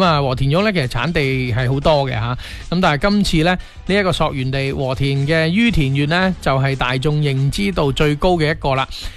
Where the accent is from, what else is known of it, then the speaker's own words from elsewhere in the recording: Foshan, Guangdong, China; 我哋佛山人呢亦都有属于我哋自己嘅传统文化嘅